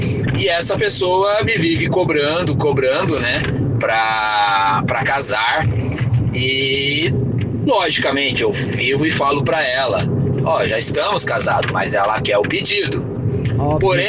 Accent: Ribeirão Preto, São Paulo, Brazil; Sou da cidade de Ribeirão Preto, interior de São Paulo.

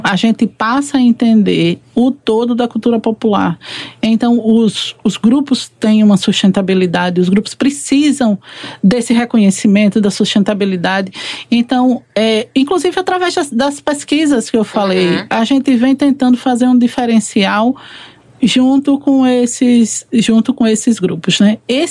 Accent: Sergipe, Brazil; born or raised there; moved away

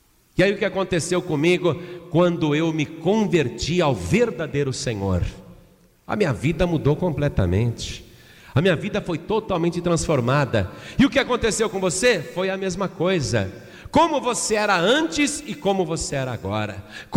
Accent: Brazil

